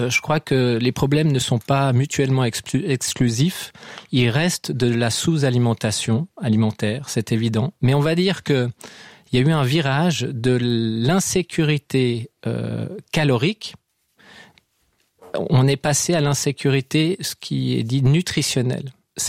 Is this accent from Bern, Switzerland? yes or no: no; Geneva, Switzerland; chez nous, à Genève